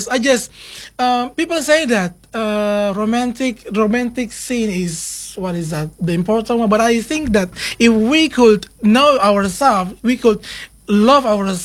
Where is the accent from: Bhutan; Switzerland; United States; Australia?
Bhutan; English is a second language; we in Bhutan